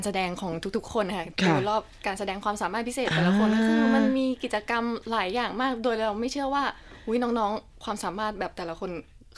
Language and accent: Thai; Isan, Thailand; ใช่ค่ะเพราะหนูอยากหยิบยกความเป็นอีสานในตัวหนูเพราะว่าหนู proud to present ในบ้านเกิดตัวเองมาก